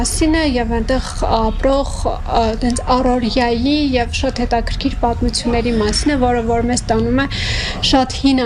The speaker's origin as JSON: {"language": "Armenian", "town": "Stepanakert", "region": "Karabakh", "country": "Azerbaijan", "tie": "born or raised there", "said": "մասնագիտությամբ գրող, երգահան, դերասան։ Ծնվել եմ քաղաք Ստեփանակերտում, Գողթրիկ Արցախում, ամբողջ կյանքս անց եմ կանցրել հենց Ստեփանակերտում"}